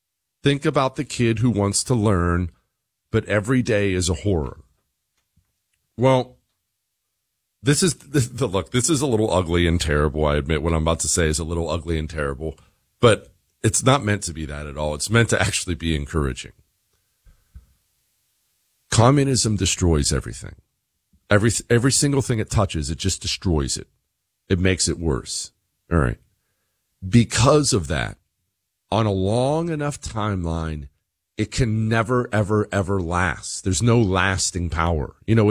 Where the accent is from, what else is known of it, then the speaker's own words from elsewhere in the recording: Bozeman, Montana, United States; I grew up in Bozeman, Montana. It was relatively crime-free.